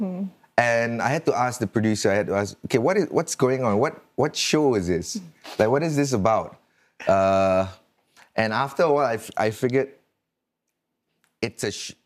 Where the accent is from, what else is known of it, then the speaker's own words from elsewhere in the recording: Singapore; And I grew up in the West, like, West of Singapore, like, Jurong West Street 91, which is NTU.